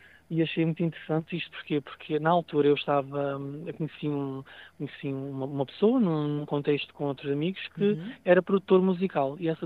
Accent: Culatra Island, Algarve, Portugal; also born or lived in Olhão; eu sou oriundo da Ilha da Colatra, é uma ilha que pertence aqui à Ria Formosa.

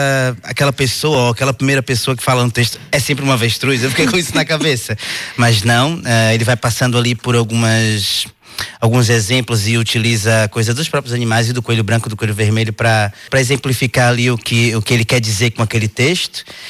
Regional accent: Salvador, Bahia, Brazil; now in Portugal; Eu sou de Salvador

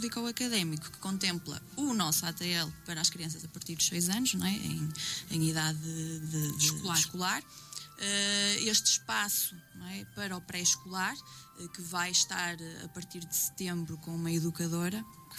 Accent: Santa Maria da Feira, Norte, Portugal; moved away as an adult; sou natural de Santa Maria da Feira, não é? Cheguei a Rãs com 18 anos.

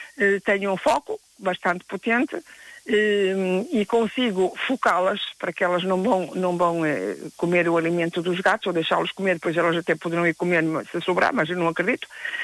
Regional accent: Northern Portugal, Portugal; nós somos do norte, nós somos nortenhos

